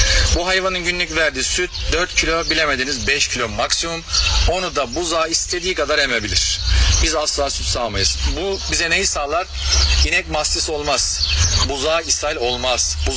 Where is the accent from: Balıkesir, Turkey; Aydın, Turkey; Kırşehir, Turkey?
Aydın, Turkey; also born or lived in Istanbul; Uzun süreler İstanbul'da görev yaptım. Aslen Aydınlıyım. Aydın'a yerleştim, geldim.